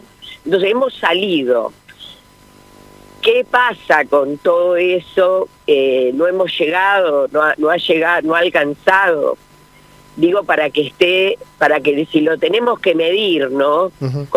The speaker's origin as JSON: {"language": "Spanish", "country": "Argentina", "tie": "born or raised there", "said": "yo me crié en Villa Constructora, un país, siempre lo digo, de tanos y gallegos y de españoles"}